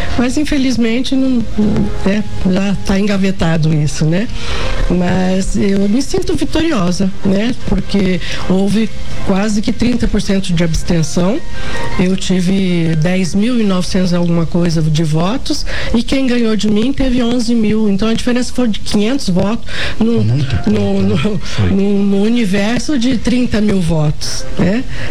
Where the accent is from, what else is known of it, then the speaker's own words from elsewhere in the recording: São Paulo, Brazil; born there; moved away as an adult; now in Mato Grosso do Sul, Brazil; a sociedade que me acolheu há 45 anos, né, aqui em Mato Grosso do Sul. Sou paulista de nascimento, mas vim para cá casada, já formada, e aqui constitui minha família.